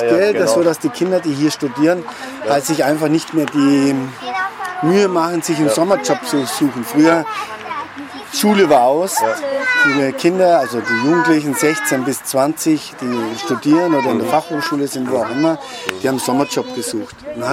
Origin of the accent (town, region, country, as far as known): Germany; moved away as an adult; now in Hungary